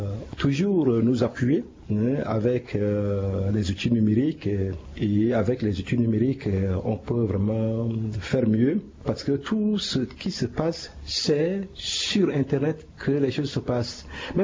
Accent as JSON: {"language": "French", "country": "Central African Republic", "said": "chez nous, en République centrafricaine"}